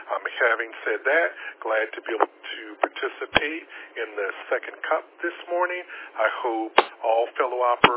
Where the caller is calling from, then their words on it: Lake City, Florida, United States; … out of Lake City, Florida